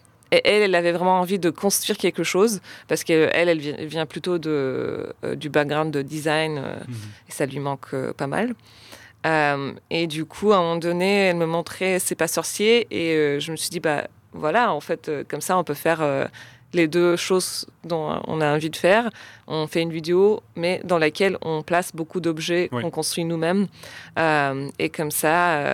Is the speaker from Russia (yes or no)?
yes; Russia; born or raised there